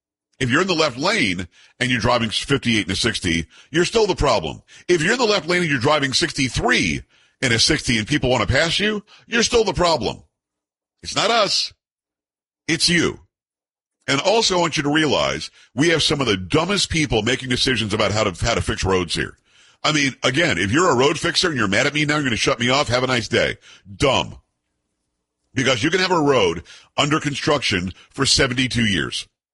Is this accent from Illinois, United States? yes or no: no; Florida, United States; born or raised there; also born or lived in New York